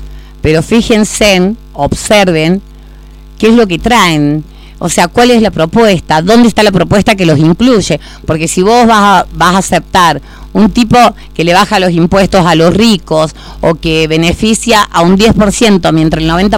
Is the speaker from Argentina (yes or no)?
yes; Argentina